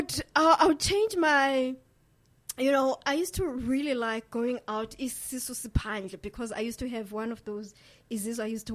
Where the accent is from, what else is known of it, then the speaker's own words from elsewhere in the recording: Bangladesh; I'm from Bangladesh.